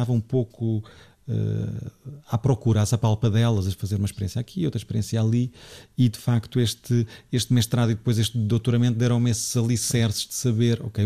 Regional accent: Lisbon, Portugal; also born or lived in London; Cresci em Lisboa, no, nos subúrbios de Lisboa, mas em Lisboa

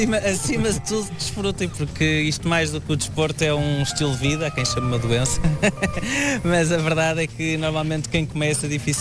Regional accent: Porto, Norte, Portugal; Eu sou do Porto

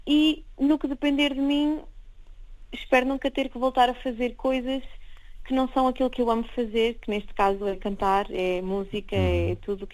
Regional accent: Aveiro, Portugal; born there; also born or lived in Porto; Portugal. Eu nasci em Aveiro

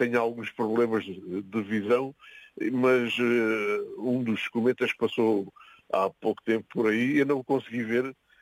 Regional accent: Messejana, Beja, Portugal; also born or lived in Odemira; Eu nasci em Odmira, mas atualmente moro em Mesana. Atualmente desde 6 anos, portanto há 60 anos que moro por aqui.

